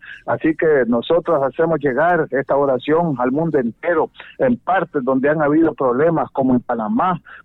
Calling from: La Ceiba, Atlántida, Honduras; Le llamo de la ciudad Puerto de la Ceiba.

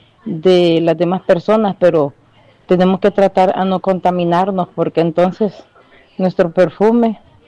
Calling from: Comayagua, Honduras; se le quiere mucho de aquí de Comayagua.

